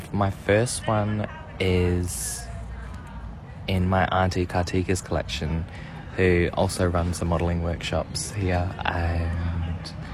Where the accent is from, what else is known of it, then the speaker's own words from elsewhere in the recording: Broome, Western Australia, Australia; To be doing a show in my hometown and bringing in all these other communities to unite and show and tell our Indigenous